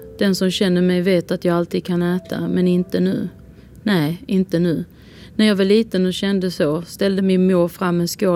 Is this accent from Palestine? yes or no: yes; Palestine